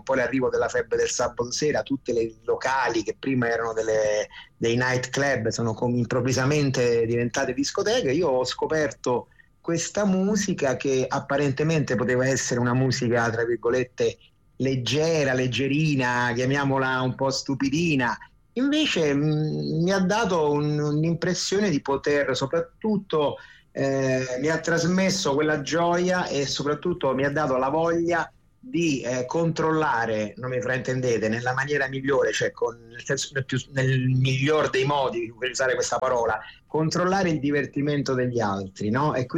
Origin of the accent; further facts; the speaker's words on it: Rome, Lazio, Italy; l'Italia è sempre il mio paese, Roma soprattutto è la mia città, quindi comunque mi fa bene stare un po' qua e un po' di là.